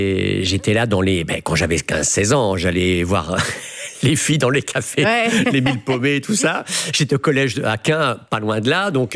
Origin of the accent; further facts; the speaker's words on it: Belgium; C'est des spectateurs très, très... positif, optimiste, ils sont avec toi, et surtout qu'on est belge.